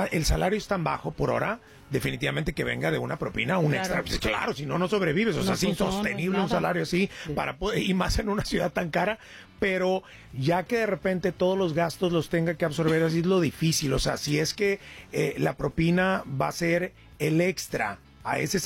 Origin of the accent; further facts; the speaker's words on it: Monterrey, Nuevo León, Mexico; Yo soy de Monterrey